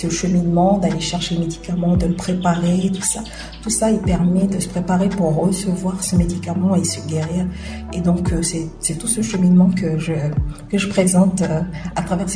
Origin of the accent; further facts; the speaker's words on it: New Caledonia; j'ai besoin d'exister en tant que Kanak, d'abord, mm-hmm. avant d'exister en tant que calédonienne.